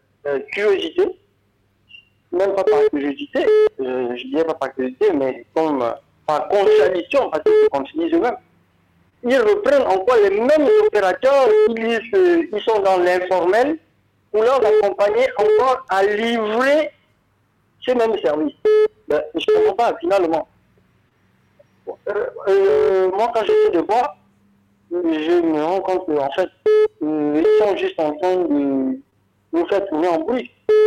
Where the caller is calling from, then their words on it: Gabon; je suis un Gabonais, moi je suis bien un Gabonais